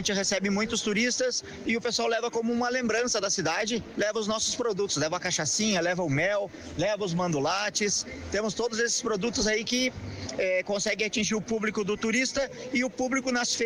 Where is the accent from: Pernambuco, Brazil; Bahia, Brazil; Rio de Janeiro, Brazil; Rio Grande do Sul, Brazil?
Rio Grande do Sul, Brazil; Bom Jesus; moved away as an adult; now in São José dos Ausentes, Brazil; Eu sou aqui da cidade vizinha, sou natural de Bom Jesus, nascido e criado aqui em Bom Jesus, e agora por 10 anos eu moro em São José dos Ausentes.